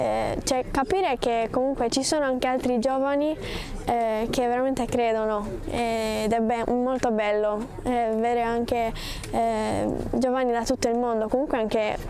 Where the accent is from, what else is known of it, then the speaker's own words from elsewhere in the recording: Ittiri, Sardinia, Italy; vengo da Itteri, dalla Sardegna.